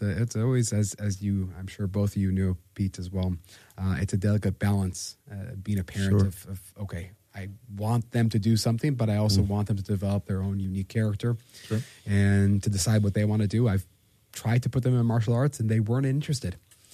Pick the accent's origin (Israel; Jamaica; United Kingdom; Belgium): Israel; Jerusalem, Jerusalem District; And I trained with with a grand master of my style where I grew up with in Jerusalem